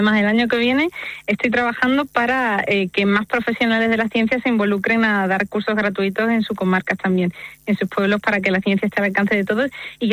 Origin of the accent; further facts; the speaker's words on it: Algeciras, Andalusia, Spain; now in San Roque, Spain; Ahora mismo resido en San Roque, pero yo soy de Algeciras, sí.